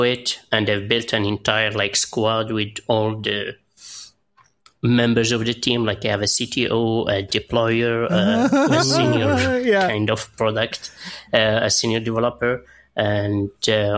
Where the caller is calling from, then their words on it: Morocco; I'm a listener from Morocco